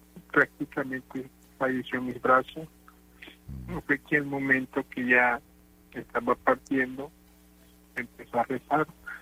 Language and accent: Spanish; Tabasco, Mexico; Soy de México, de Tabasco, al sur de México.